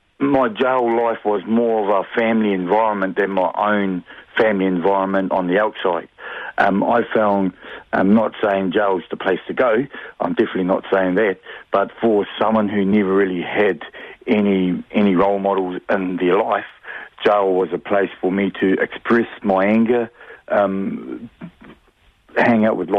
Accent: Hastings, Hawke's Bay, New Zealand; also born or lived in Australia / United States; I was born in Hawke's Bay. I'm always been a Kiwi dude, as you know, born and bred here.

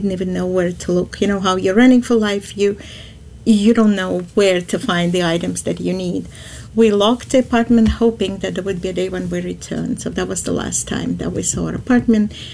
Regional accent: Baku, Azerbaijan; They would say, we're from Baku, which means we belong to Baku, and that's our nationality. And yes, all the years that we had our life there was, you know, being raised as a child

